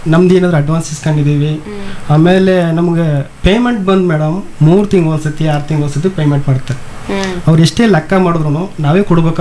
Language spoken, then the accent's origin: Kannada; Mysore, Karnataka, India; moved away; ನಮ್ದು ಮೈಸೂರು ಮೇಡಮ್.